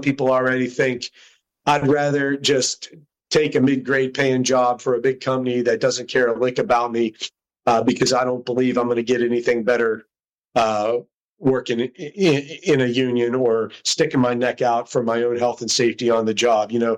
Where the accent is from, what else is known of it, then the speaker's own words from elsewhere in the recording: Morgantown, West Virginia, United States; born there; I was born in Morgantown, and my mom's from Greenbrier County, more far southern, St. Nicholas, Greenbrier areas. My dad's from up in Altoona, PA, railroad country. And they met up around Morgantown, so that's where I came